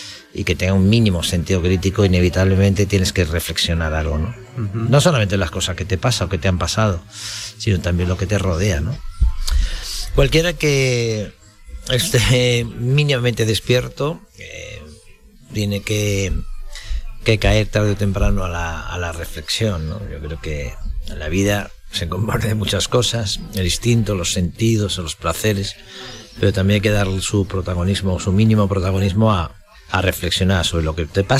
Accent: La Palma del Condado, Andalusia, Spain; Yo me retiré aquí, evidentemente, porque soy andaluz, soy de La Palma del Condado, y porque aquí está parte de mi memoria, ¿no? De mi infancia, ¿no?

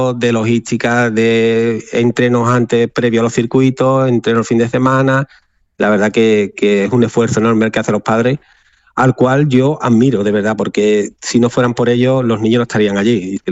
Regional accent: Sanlúcar de Barrameda, Andalusia, Spain; y no porque yo sea de Sanlúcar de Barrameda, sino que para mí mi tierra es lo mejor

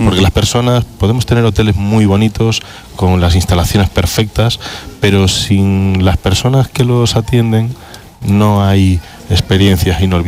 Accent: Galicia, Spain; moved away as an adult; Yo soy gallego.

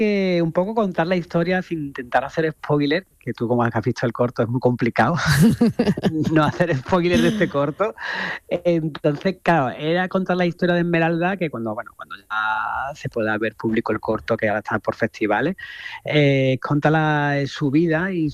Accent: Andalusia, Spain; yo soy una mezcla entre barroco, porque claro, soy andaluz, yo creo que llevamos todo ese gen barroco

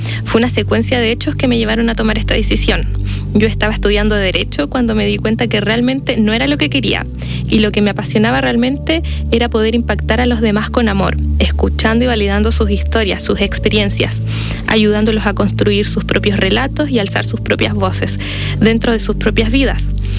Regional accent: El Guacho, Coquimbo, Chile; moved away as an adult; Yo soy una psicóloga chilena, soy la menor de una familia de cuatro. Crecí en el campo, lo que venía siendo un pueblito llamado El Guacho. Luego me mudé a la ciudad, a Coquimbo, y actualmente me mudé de país

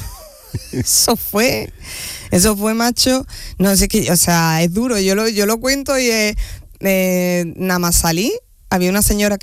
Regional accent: Andalusia, Spain; yo soy andaluza, soy mujer, soy cómica

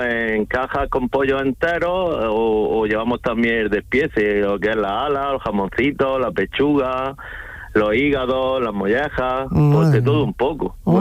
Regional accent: Almería, Andalusia, Spain; nosotros siempre estamos aquí en Almería, somos de aquí de Almería.

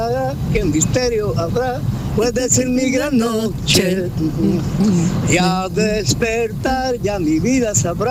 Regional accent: Ginés, Andalusia, Spain; porque yo soy de Ginés, ¿eh?

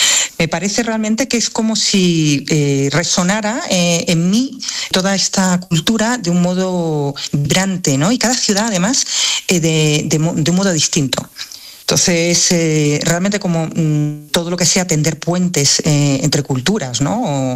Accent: Andalusia, Spain; Y me hace descubrir otra mirada hacia lo que hacemos en Andalucía o lo que hacemos en España

